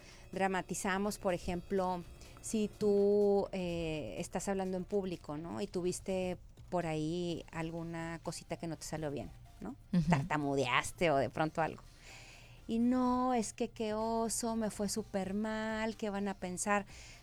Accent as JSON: {"language": "Spanish", "town": "Monterrey", "region": "Nuevo León", "country": "Mexico", "said": "O que ya ves que a mí, por ejemplo, que soy regia"}